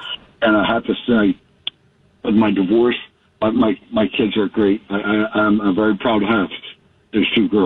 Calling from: New Jersey, United States; I drive mostly up in New York is where I'm at right now, but I'm from New Jersey.

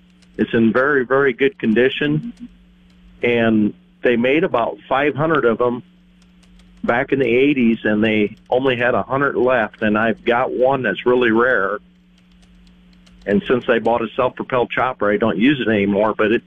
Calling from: Westside, Iowa, United States; I'm from Westside, Iowa.

